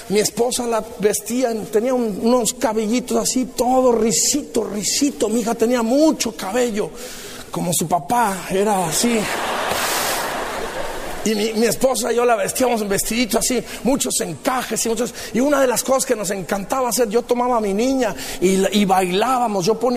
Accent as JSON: {"language": "Spanish", "country": "Mexico", "said": "Mi esposa y yo tenemos 4 hijos como buenos mexicanos."}